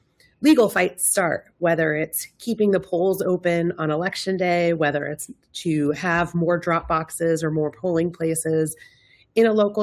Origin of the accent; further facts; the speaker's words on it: Iowa, United States; Well, I'm from Iowa, and there is a town called Nevada.